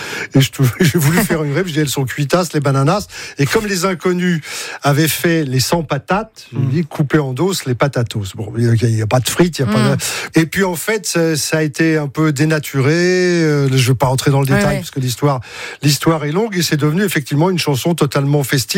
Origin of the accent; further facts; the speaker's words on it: Paris, Île-de-France, France; Moi, je suis un parigot.